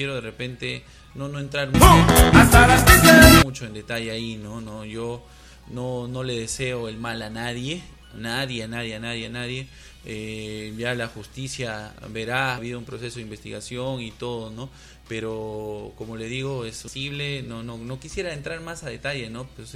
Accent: Peru; Yo soy de Nuevo Horizonte

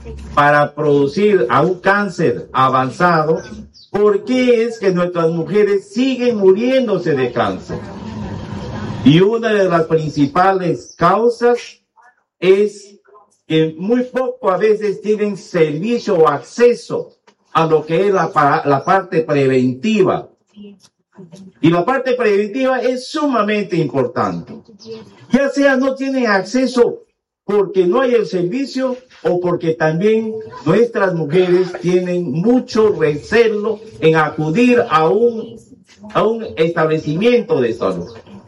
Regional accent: San Martín, Peru

